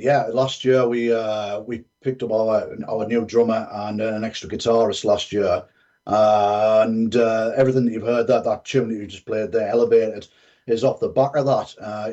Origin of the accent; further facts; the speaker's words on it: United Kingdom; As a Brit